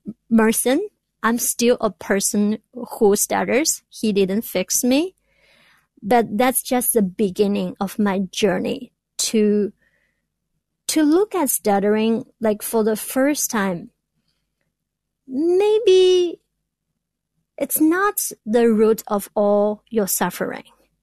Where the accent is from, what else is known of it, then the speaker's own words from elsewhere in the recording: China; English is a second language; now in United States; I came all the way from China and to manage to be here.